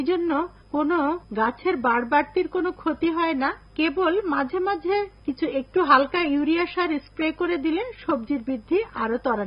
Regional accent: Bangladesh

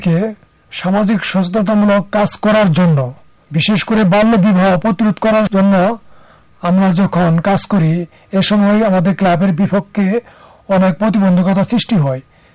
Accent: Madarganj, Mymensingh Division, Bangladesh; রূপসী বাংলা বেতার শ্রোতা সংঘ, মাদারগঞ্জ জামালপুর থেকে এসেছি।

